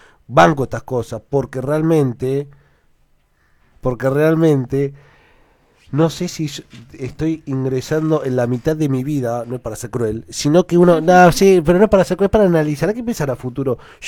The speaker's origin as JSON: {"language": "Spanish", "town": "Bahía Blanca", "region": "Buenos Aires Province", "country": "Argentina", "said": "Yo soy de Bahía"}